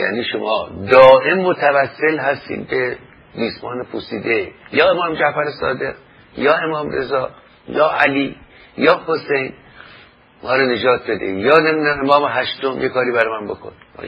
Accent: Iran; بنانیم ایرانی هستیم،

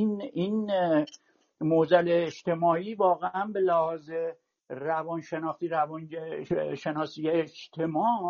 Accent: Iran; moved away; من الان 37 ساله که خارج از ایرانم، یعنی یه چند سالی بوده، 2-3 سالی بود که انقلاب شده بود اومدیم این

